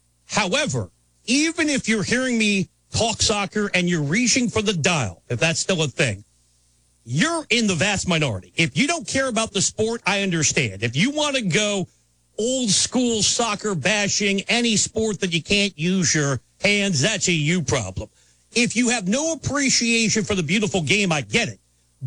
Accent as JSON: {"language": "English", "town": "Philadelphia", "region": "Pennsylvania", "country": "United States", "said": "as a Philadelphian"}